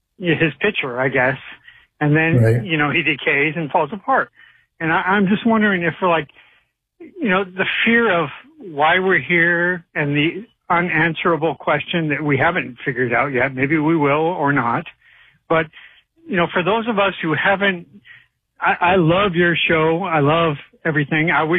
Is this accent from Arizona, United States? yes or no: yes; Sedona, Arizona, United States; And, well, I grew up in Sedona, Arizona.